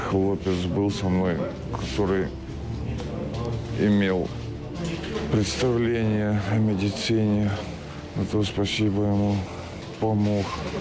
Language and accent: Ukrainian; Chasiv Yar, Donetsk Oblast, Ukraine; moved away as an adult; Родом з Часов'яра